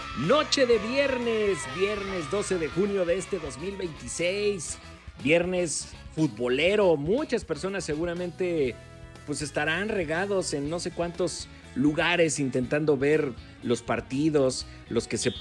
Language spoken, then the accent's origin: Spanish; Mexico; nosotros también somos de los Estados Unidos mexicanos